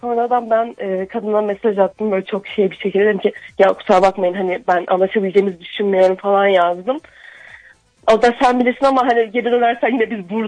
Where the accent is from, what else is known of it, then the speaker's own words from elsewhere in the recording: Amasya, Turkey; ben Amasyalıyım